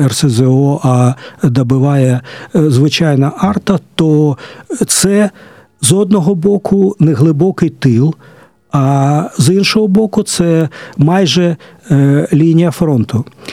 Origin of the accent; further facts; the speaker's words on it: Zaporizhzhia, Zaporizhzhia Oblast, Ukraine; від мого рідного Запоріжжя